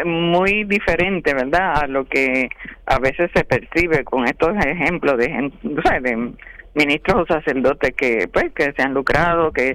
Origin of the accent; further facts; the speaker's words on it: San Sebastián, Puerto Rico; la historia de mi pueblo, de San Sebastián.